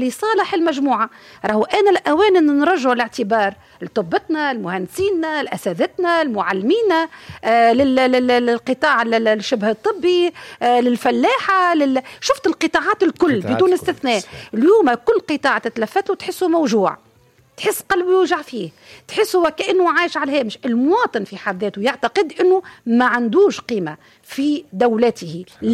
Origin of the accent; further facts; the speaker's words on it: Tunisia; أنا مواطن تونسي دافع لأداءاتي